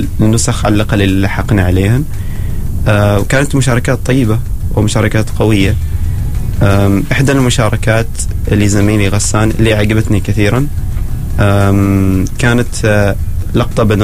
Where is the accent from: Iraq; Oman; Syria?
Oman; Nakhal, South Al Batinah; لأنه من مكان أنا بلدتي.